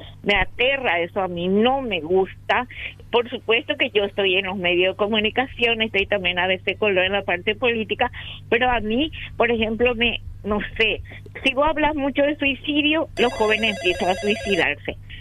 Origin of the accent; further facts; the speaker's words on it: Paraguay; Al menos en el Paraguay nosotros somos muy noveleros